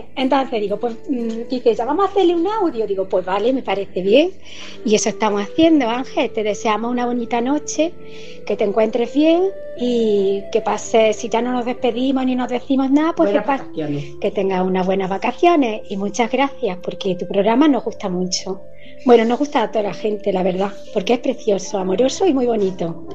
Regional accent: Santisteban del Puerto, Andalusia, Spain; que hoy he venido a mi pueblo, a Santisteban del Puerto, porque yo soy de aquí.

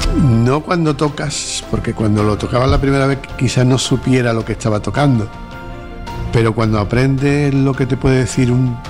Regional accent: La Rinconada, Andalusia, Spain; born there; un habitante de La Rinconada. Nací hace 59 años en La Rinconada. Y soy eso, un simple ciudadano de este magnífico pueblo.

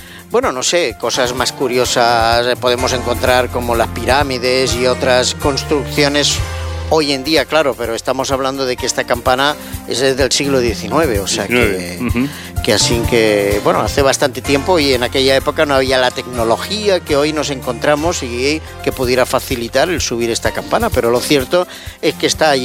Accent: Spain; porque somos mira, españoles.

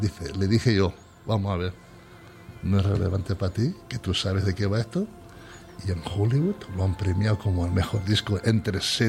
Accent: Region of Murcia, Spain; also born or lived in Valencia; Sí, pero es que soy murciano. O sea, yo estoy toda la vida aquí, yo me siento más murciano que valenciano. Yo no reniego al primer aliento que me dio vida, que es Valencia, pero... Yo me parto la cara por Murcia.

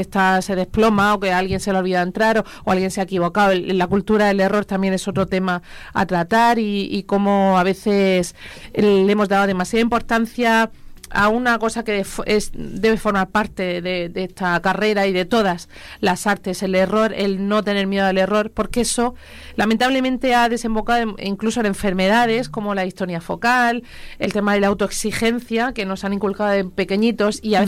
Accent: Molina de Segura, Region of Murcia, Spain; moved away; soy muy amante de mi pueblo de Molina, siempre lo he llevado por delante

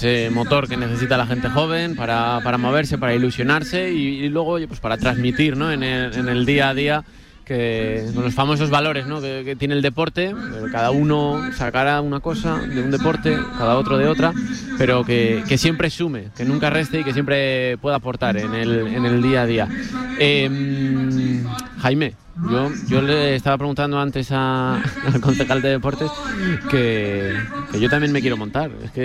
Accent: Spain; ¿Qué tal somos los españoles?

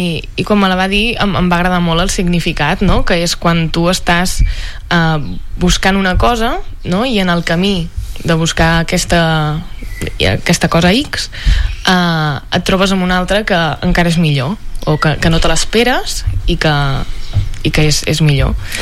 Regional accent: Ripoll, Catalonia, Spain; born there; also born or lived in Santa Maria d'Oló; now in Barcelona, Spain; és una noia de 24 anys. Jo vaig néixer a Santa Maria d'Oló, però de seguida ens vam traslladar amb la meva família a Ripoll i ara ja fa, crec que 5 anys que estic a Barcelona.

